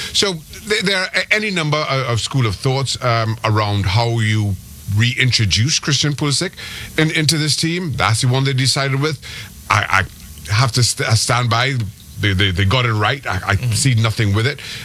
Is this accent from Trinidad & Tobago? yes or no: yes; Trinidad & Tobago; I am not American. I grew up in Trinidad Tobago. I played my football there.